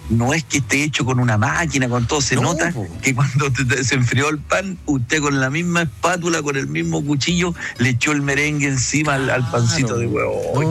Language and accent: Spanish; Villa Alegre, Maule, Chile; now in Santiago, Chile